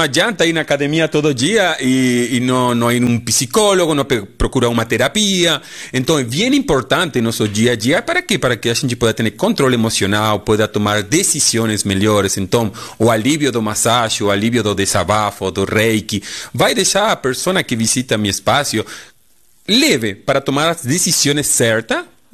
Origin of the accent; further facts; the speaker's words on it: Argentina; Portuguese is a second language; now in Chapecó, Brazil; eu sou argentino, então vou falar bem devagar, porque eu tenho um sotaque, né? Eu tenho um sotaque diferente, mas estou melhorando, o português está melhorando, né?